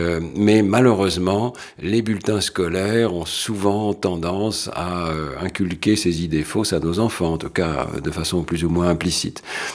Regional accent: Roubaix, Hauts-de-France, France; On a parlé au tout départ de mon enfance à Roubaix.

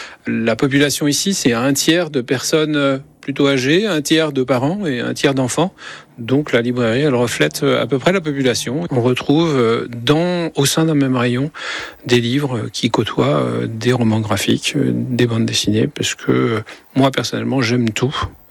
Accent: Bordeaux, Nouvelle-Aquitaine, France; moved away; Oui, j'ai quitté Bordeaux il y a 2 ans maintenant. Je me suis installé ici. À Bordeaux, il faisait trop chaud tout le temps.

